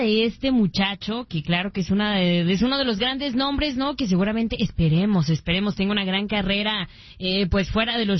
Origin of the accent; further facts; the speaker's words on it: Mexico; y luego nos da porque somos mexicanos.